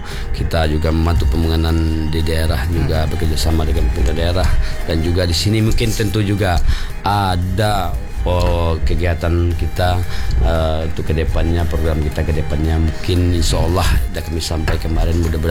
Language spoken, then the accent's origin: Indonesian; West Sumatra, Indonesia; moved away; Kita sebagai warga negari, sebagai orang Sumatera Barat